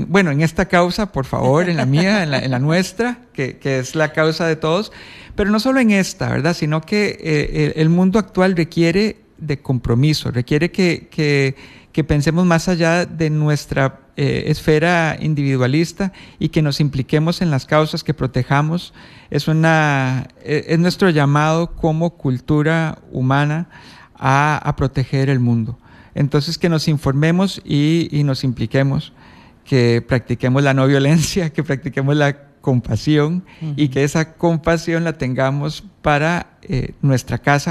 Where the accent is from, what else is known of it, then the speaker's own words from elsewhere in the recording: Spain; como ciudadano español que soy